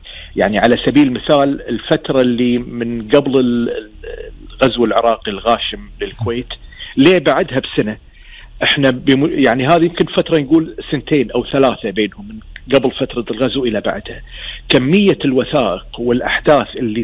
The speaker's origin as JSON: {"language": "Arabic", "country": "Kuwait", "said": "احنا كان عندنا في الكويت"}